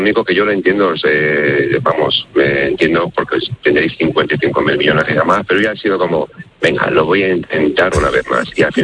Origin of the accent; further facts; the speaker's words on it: Asturias, Spain; now in Tibi, Spain; en realidad soy asturiano, pero bueno, un asturiano viviendo en Tibi.